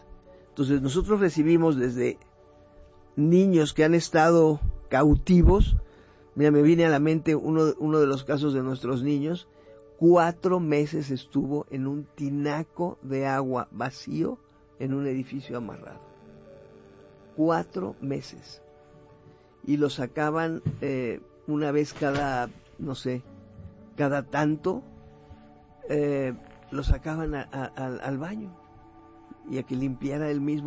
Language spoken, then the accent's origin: Spanish; Mexico; Y me di cuenta cómo México, primero que nada, somos todos los mexicanos.